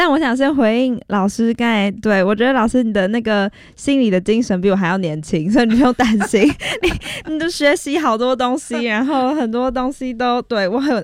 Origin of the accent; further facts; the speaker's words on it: Taiwan; 毕竟就是从小生长在台湾